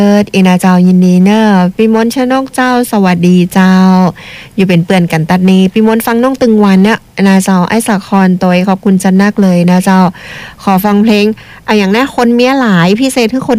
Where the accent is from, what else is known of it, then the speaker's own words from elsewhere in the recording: Lampang, Thailand; จังหวัดลำปางบ้านเฮา